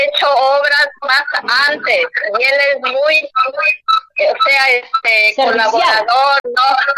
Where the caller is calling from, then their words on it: Peru; De acá, del asentamiento humano 10 de enero.